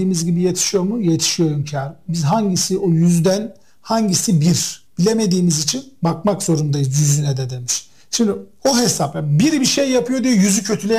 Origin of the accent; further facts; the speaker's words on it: Giresun, Turkey; Ben Enes'le otururken işte ben Giresunluyum.